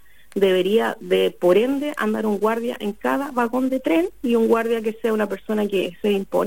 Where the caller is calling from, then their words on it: Lota, Biobío, Chile; Estoy llamando de Lota.